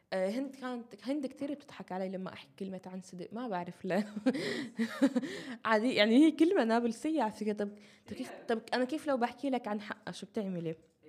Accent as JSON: {"language": "Arabic", "town": "Nablus", "region": "West Bank", "country": "Palestine", "accent": "Nablusi", "said": "يا عمي إحنا لهجتنا غير، وبتكم تحكوا عنصرية عنصرية، إحنا غير، إحنا لهجتنا كل شيء عنا غير، كل إشي بنابلس عنا غير."}